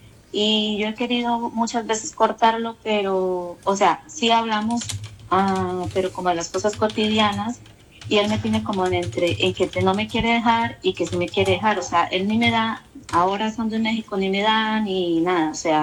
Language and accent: Spanish; Cúcuta, Norte de Santander, Colombia; Ya está en unos contactos desde Cúcuta, porque yo soy de Cúcuta.